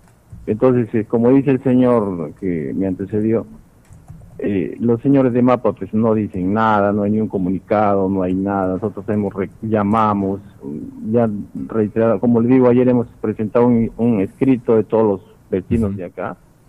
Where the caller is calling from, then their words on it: Morales, San Martín, Peru; Nosotros estamos llamando, yo llamo de Morales.